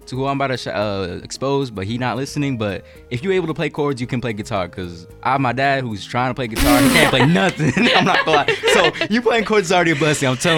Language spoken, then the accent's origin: English; Zimbabwe; moved away; I'm originally from Zimbabwe, so I play this cultural instrument called an mbira as well.